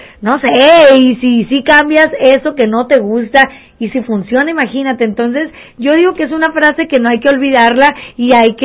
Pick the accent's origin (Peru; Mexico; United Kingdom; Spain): Mexico; Y si dicen México, pues ¿qué tiene? Somos mexicanos, hay que apoyar.